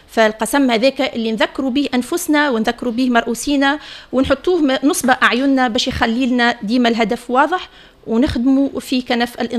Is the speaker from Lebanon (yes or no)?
no; Tunisia; نحمي الوطن متاعنا ونحمي عائلاتنا ومجتمعنا التونسي